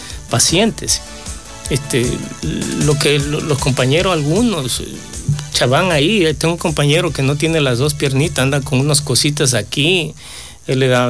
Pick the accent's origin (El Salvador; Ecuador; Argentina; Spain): Ecuador; nosotros somos también ecuatorianos.